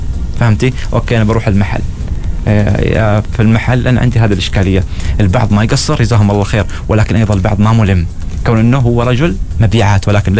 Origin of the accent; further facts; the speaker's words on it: Oman; معظم الزراعه عندنا في عمان، انا اتكلم عن شناص وعن الباطنه خاصه،